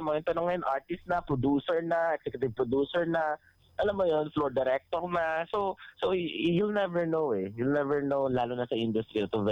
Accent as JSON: {"language": "Tagalog", "region": "Western Visayas", "country": "Philippines", "said": "I'm from Aklan."}